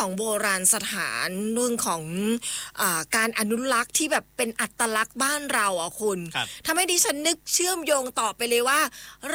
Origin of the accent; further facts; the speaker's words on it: Chiang Mai, Thailand; เราเป็นคนเชียงใหม่เอง